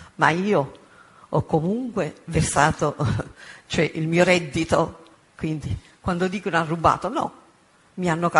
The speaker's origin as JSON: {"language": "Italian", "region": "Basilicata", "country": "Italy", "tie": "born there", "moved": "as an adult", "lives_now": "Naples, Italy", "said": "poiché sono di Napoli, sto a Napoli, anche se sono nata in Lucania, però sono andata all'università a Napoli e sono rimasta a Napoli"}